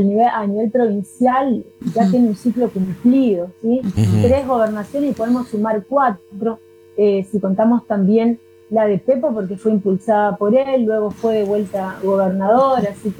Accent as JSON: {"language": "Spanish", "country": "Argentina", "said": "como ciudadana, como argentina"}